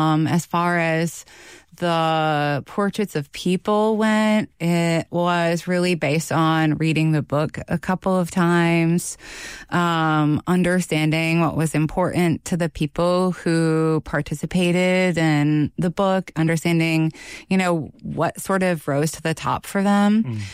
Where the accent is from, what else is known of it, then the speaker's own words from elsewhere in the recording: Michigan, United States; I grew up in the Keweenaw Peninsula, and I traveled to the East End every summer.